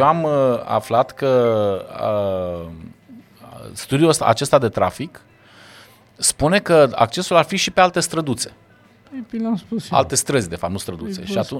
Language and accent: Romanian; Constanța, Constanța County, Romania; Da, m-am născut, am copilărit în Constanța.